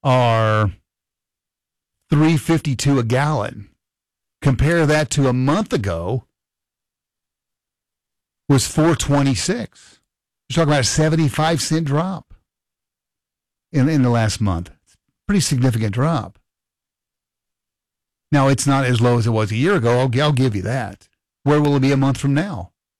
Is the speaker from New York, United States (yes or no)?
no; Kentucky, United States; I'm in Fayette County. It's $3.57 a gallon. My hometown county, Hancock County, $3.40.